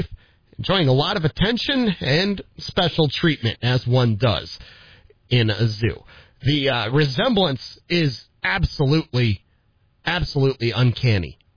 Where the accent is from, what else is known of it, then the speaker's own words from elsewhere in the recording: South Dakota, United States; now in Wisconsin, United States; He was in my home state of South Dakota this weekend